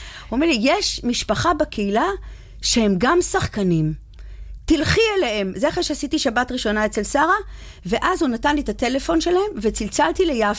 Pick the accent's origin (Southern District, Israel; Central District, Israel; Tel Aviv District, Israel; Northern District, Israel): Tel Aviv District, Israel; Ramat Gan; אני דווקא מרמת גן קודם, אני מרמת גן